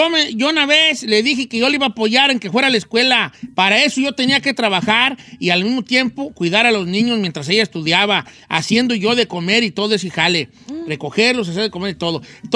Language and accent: Spanish; Mexico; moved away; No, Cheto, después de 27 años voy a ir a mi pueblo. A México.